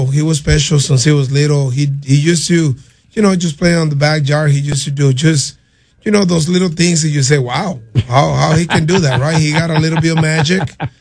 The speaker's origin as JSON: {"language": "English", "country": "Venezuela", "tie": "born or raised there", "second_language": "English", "moved": "as an adult", "lives_now": "United States", "said": "I'm from Venezuela, born and raised in Venezuela, and I came from Venezuela as a ball player, came here, do some college and stuff."}